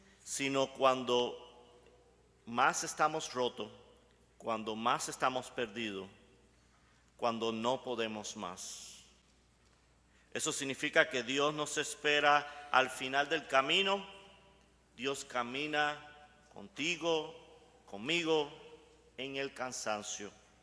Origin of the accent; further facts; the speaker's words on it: Camagüey, Cuba; moved away as an adult; also born or lived in Maryland / Washington D.C. / Boston / Milwaukee; now in Colorado, United States; soy originalmente de Camagüey, llegué a Estados Unidos en 2003, he vivido en diferentes lugares en Estados Unidos, en Maryland, en Washington D.C. y actualmente en Colorado.